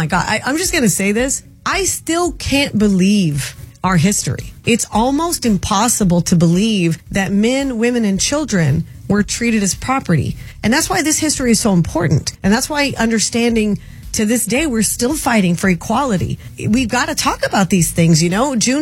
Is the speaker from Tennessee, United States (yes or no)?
no; Texas, United States; I've known about since I was little, having been born and raised in Texas.